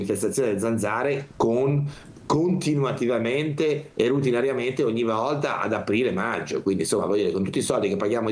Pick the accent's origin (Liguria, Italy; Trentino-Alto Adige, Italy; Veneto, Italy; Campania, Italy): Liguria, Italy; Genoa; born there; alla Villa Rossi, a Sestri, ci andavo anch'io quando ero piccolo a Villa Rossi.